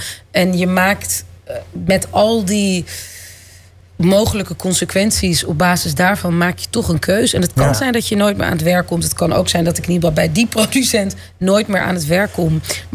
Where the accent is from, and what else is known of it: Netherlands